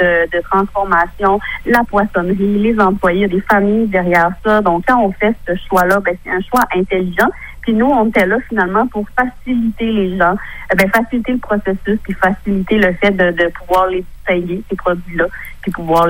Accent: Quebec, Canada; en tant que gaspésien

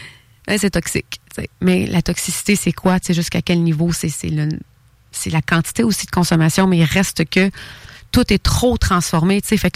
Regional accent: Quebec, Canada; Bon, vous savez, moi, je suis québécoise.

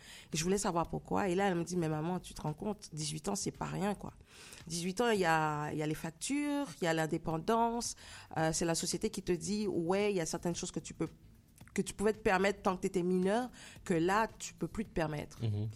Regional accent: Guadeloupe; moved away as an adult; now in Quebec, Canada; moi, ben, je viens de la Caraïbe. Et forcément, quand tu dis que tu viens de la Caraïbe et que tu as envie de faire de la musique, surtout quand tu as grandi en Guadeloupe

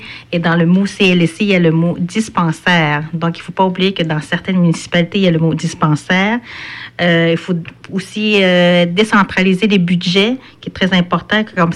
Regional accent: Natashquan, Quebec, Canada; parce que je viens de Natashquan, la communauté Innu Noutarquan.

